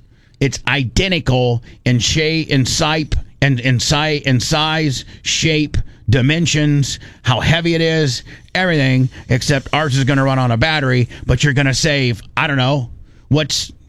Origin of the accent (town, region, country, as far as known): Warsaw, Indiana, United States; born or raised there; moved away as an adult